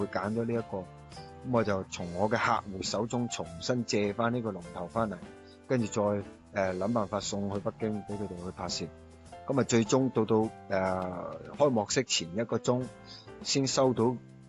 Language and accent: Cantonese; Guangdong, China; 我哋廣府人